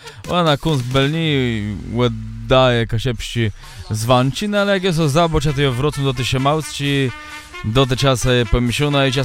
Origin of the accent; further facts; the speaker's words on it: Pomeranian Voivodeship, Poland; accent: Kashubian; No i ja jestem z Dolmierza, ty ja mu pewna z łebnia, pewna z siemuda